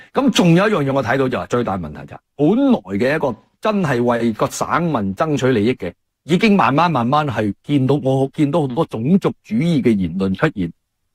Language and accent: Cantonese; Canada